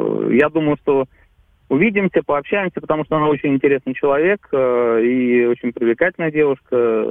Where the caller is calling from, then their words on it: Saint Petersburg, Russia; с Санкт-Петербурга.